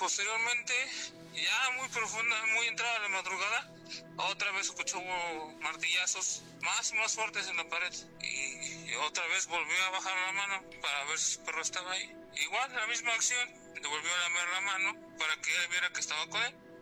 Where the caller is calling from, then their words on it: Atizapán de Zaragoza, State of Mexico, Mexico; Soy taxista de Atizapán, de la Guardia Nocturna, aquí en Tepalcapa.